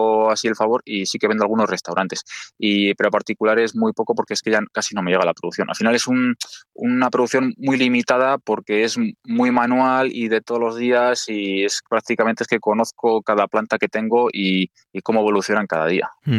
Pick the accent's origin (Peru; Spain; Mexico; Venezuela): Spain; Villalcázar de Sirga, Castile and León; Y es que en mi pueblo sale mucho. De hecho, nuestro gentilicio es alcazareño, pero nuestro mote es mielgueros. Nos llaman los mielgueros a los de mi pueblo.